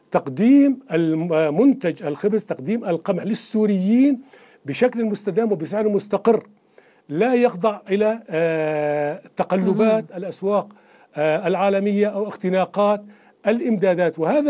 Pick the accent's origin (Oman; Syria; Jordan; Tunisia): Syria; نحن كسوريين نعول حقا على تنمية تلك المناطق